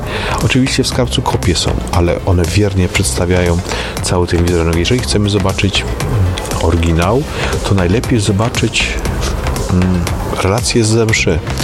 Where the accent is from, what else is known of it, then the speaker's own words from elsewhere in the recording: Kalisz, Greater Poland Voivodeship, Poland; I ja pamiętam jeszcze jako dziecko, tutaj będąc na ulicach miasta Kalisza